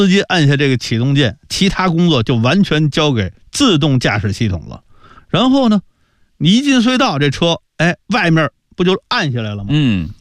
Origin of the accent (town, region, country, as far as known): China